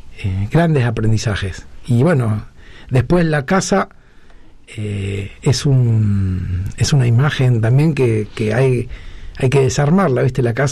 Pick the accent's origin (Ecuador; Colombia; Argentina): Argentina; Rosario, Santa Fe; now in Buenos Aires, Argentina